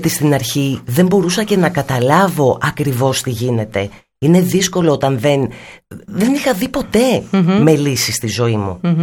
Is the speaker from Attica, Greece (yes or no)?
yes; Athens, Attica, Greece; μεγάλωσα στην Αθήνα, δεν είχα τέτοιες παραστάσεις.